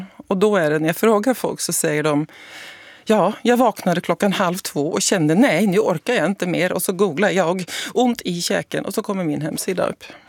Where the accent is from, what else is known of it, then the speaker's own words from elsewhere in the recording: Norway; now in Sweden; det är skillnad på Norge och Sverige, för jag är norsk.